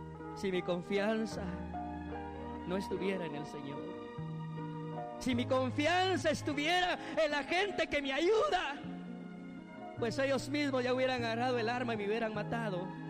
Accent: San Pedro, Guatemala; usted va a ver esa casita de adobe donde viven mis padres, donde yo nací.

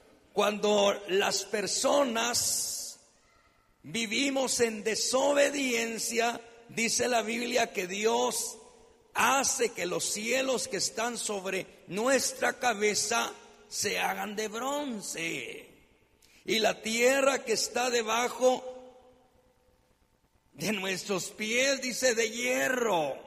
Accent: San Pedro, Guatemala; moved away; Allá en mi pueblo había muchos ríos. Había un río que nosotros le llamábamos el Regadío, porque era un río bien bonito, con agua limpia, bastantes árboles

